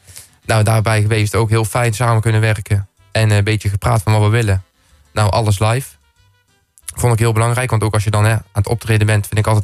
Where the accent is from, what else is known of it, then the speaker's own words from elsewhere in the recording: Oss, North Brabant, Netherlands; Want ik kom uit Os.